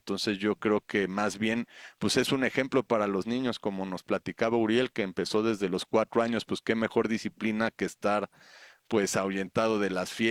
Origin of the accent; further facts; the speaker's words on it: Mexico; pero es muy gráfico como mexicanos que tenemos esa hambre de eventos de combate